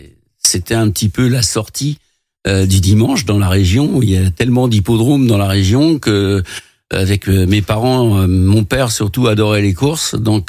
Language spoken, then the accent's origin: French; Renazé, Pays de la Loire, France; also born or lived in Craon; je suis grand renasé, je suis originaire de Renasé, je vivais à Cran, je jouais au foot à Cran